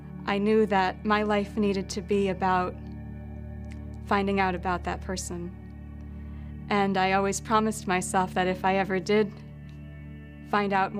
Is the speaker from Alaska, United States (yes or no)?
no; Wisconsin, United States; I'm originally from Wisconsin.